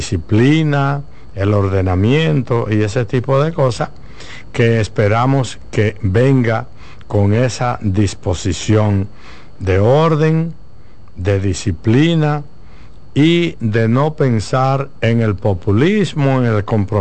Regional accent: Dominican Republic; mi país, en Santo Domingo, en República Dominicana

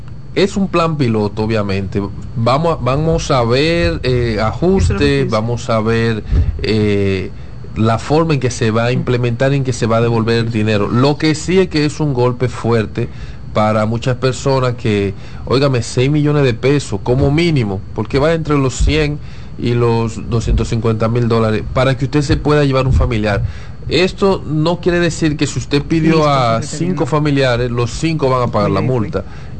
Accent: Dominican Republic; lo que nosotros como dominicanos vemos a diario.

